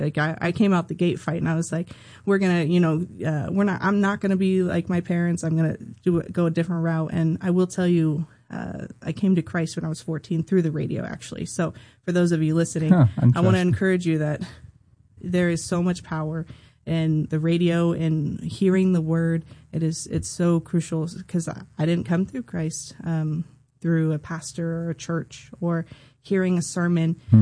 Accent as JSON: {"language": "English", "town": "Santa Rosa", "region": "California", "country": "United States", "tie": "born or raised there", "moved": "as an adult", "lives_now": "Sacramento, United States", "said": "I am born and raised from Sonoma County. I grew up in Santa Rosa predominantly, and so coming out here to Sacramento, I just felt like God was calling me out here. And so now, obviously, I've been here about a year."}